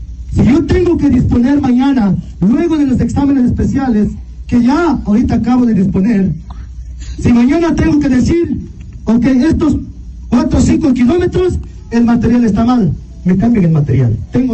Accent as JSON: {"language": "Spanish", "town": "Taisha", "region": "Morona Santiago", "country": "Ecuador", "tie": "born or raised there", "said": "Primero porque yo soy de Taisha. Yo soy hijo de Taisha."}